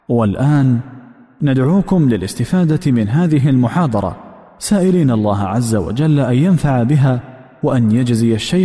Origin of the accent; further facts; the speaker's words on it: Libya